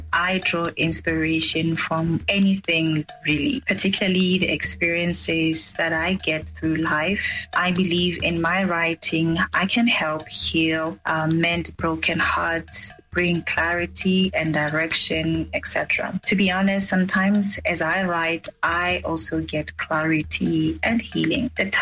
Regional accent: Botswana; As a young Botswana born and bred in Botswana

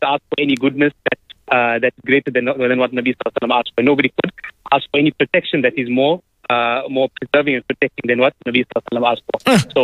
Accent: Durban, KwaZulu-Natal, South Africa; I'm from Durban.

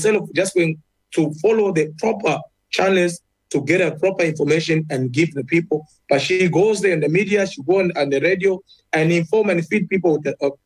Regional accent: DR Congo; especially I'm from Congo, from DRC. There's a war.

